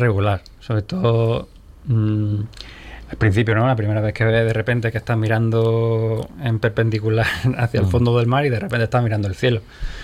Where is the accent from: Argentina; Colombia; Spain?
Spain; Úbeda, Andalusia; cuando llego a mi pueblo, yo soy de Úbeda